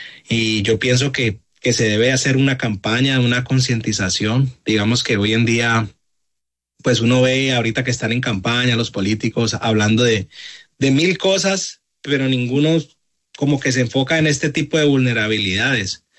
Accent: Cali, Valle del Cauca, Colombia; moved away as an adult; now in Tampa, United States; yo soy de Cali, y pues lo que es alrededor de Cali, todo el tema del Cauca, vivimos todo este flagelo

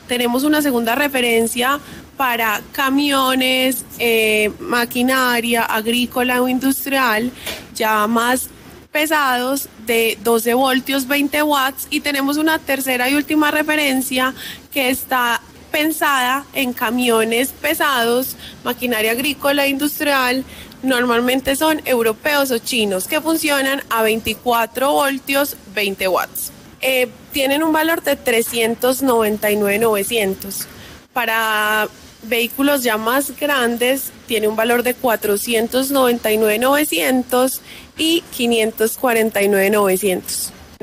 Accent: Medellín, Antioquia, Colombia; moved away as an adult; now in La Calera, Colombia; Soy de Medellín. Uh-huh. Y me vine a vivir a Bogotá el año pasado, vivo en La Calera y vivo cerca del páramo de Chingaza

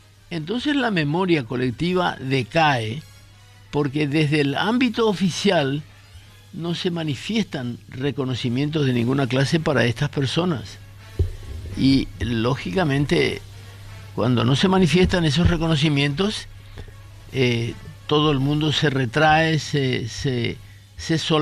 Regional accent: Paraguay; han permitido que nos reconozcamos como paraguayos

